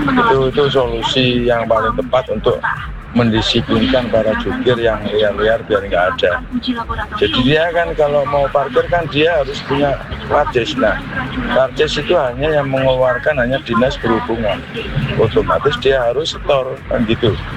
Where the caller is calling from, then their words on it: Malang, East Java, Indonesia; Kami warga Malang